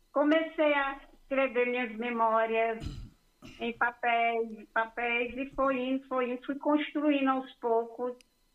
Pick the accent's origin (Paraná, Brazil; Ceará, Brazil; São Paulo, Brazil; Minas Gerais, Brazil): Ceará, Brazil; Massapê; moved away; eu sou do interior de Massapê, morei lá muito tempo, meu pai é de Tianguá, mas eu sou de Massapê.